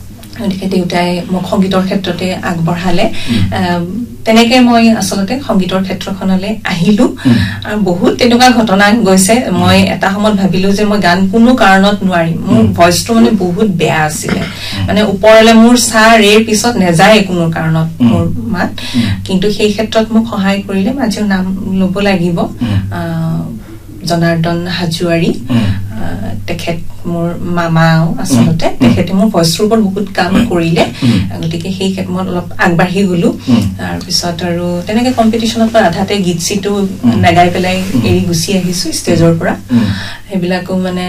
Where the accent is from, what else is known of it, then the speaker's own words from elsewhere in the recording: Assam, India; মই নিজকে গোৱালপৰীয়া বুলি কৈ বেছি মানে ভাল পাওঁ